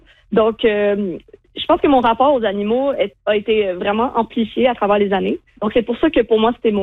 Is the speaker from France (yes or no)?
no; Bromont, Quebec, Canada; Donc, de base, moi, je viens de Bromont et je voulais rester en Estrie pour mes études collégiales